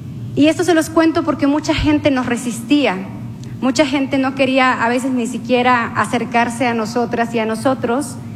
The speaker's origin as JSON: {"language": "Spanish", "area": "San Quintín Valley", "region": "Baja California", "country": "Mexico", "tie": "born or raised there", "also_born_or_lived": "Mixteca, Oaxaca", "said": "Yo nací en la Mixteca de Oaxaca, pero me tocó crecer en el Valle de San Quintín, que hoy día sigue siendo un valle mayoritariamente agrícola, donde hay muchas familias jornaleras de Oaxaca, de Guerrero, de Puebla, de Michoacán."}